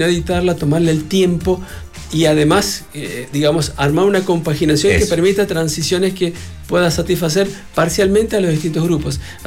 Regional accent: Mendoza, Argentina

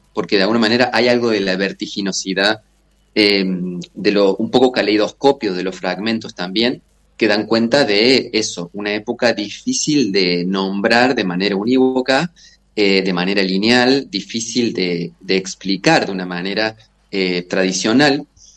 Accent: Córdoba, Argentina; sí soy de Córdoba, eso seguro.

